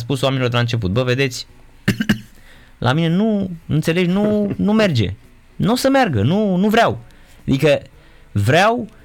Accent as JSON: {"language": "Romanian", "region": "Oltenia", "country": "Romania", "said": "eu venim din Oltenia."}